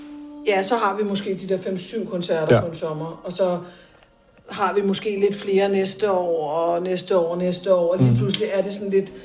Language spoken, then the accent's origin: Danish; Capital Region of Denmark, Denmark; Jeg følte lidt, at jeg var med i sådan en dårlig dansk film om, og det er at komme til provinsen som bornholmer, ikke?